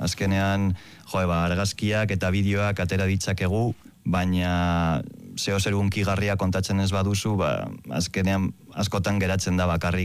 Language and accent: Basque; Algorta, Basque Country, Spain; Ni Algortakoa naiz eta ez neunkan loturarik horrelako errealitatearekin